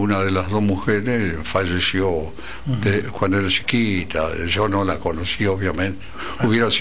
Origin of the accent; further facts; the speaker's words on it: Viale, Entre Ríos, Argentina; born there; moved away; yo soy nacido en Entre Ríos.